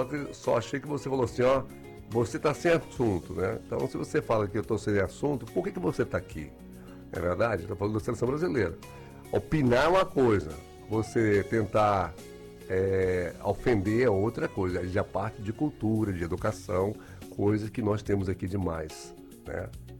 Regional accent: Brazil; Não, amigo, eu moro no Brasil. Se eu morasse no Japão, eu falava japonês, concorda? Eu sou brasileiro.

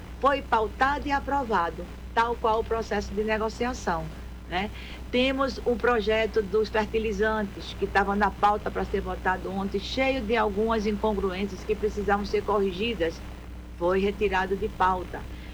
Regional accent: Pernambuco, Brazil

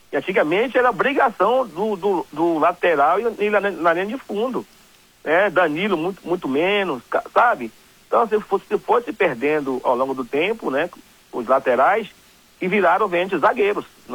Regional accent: Brazil

